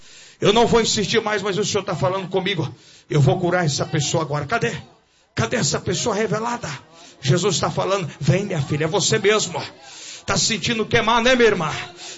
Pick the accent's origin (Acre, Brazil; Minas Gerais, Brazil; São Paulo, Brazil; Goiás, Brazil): Goiás, Brazil; eu sou do Goiás.